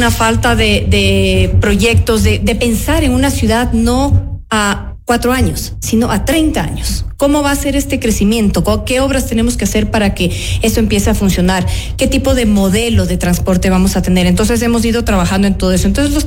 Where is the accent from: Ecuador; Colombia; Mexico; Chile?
Ecuador; Quito, Pichincha; como quiteña, como ciudadana.